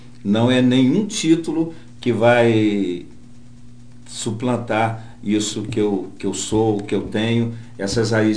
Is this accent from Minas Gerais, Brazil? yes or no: yes; Santos Dumont, Minas Gerais, Brazil; now in Cabo Frio, Brazil; eu sou de Santos Dumont, tenho orgulho de ter nascido lá